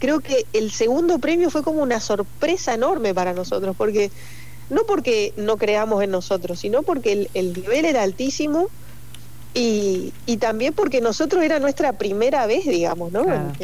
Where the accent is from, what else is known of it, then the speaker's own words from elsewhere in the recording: Argentina; para nosotros como argentinos es algo a lo que por ahí no estamos muy acostumbrados